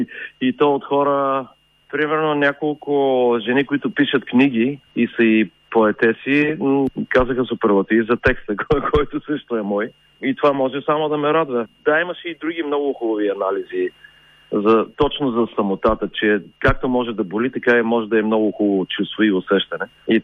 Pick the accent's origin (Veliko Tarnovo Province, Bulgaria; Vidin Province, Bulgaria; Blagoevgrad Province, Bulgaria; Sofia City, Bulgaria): Blagoevgrad Province, Bulgaria; Gotse Delchev; moved away; also born or lived in Norway; Аз съм от Гоце Делчев и тъй като се прибрах тук заради майка ми да съм по-близо до нея, която навърши 90 години преди два дни, между другото. И тая е близо с Гърция и морето.